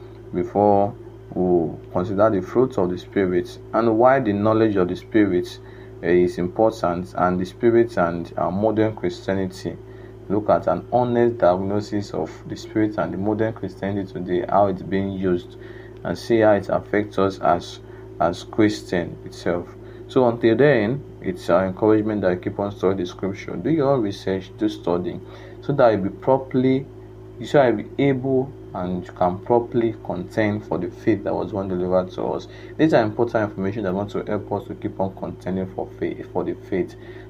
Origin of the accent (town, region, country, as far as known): Okada, Edo, Nigeria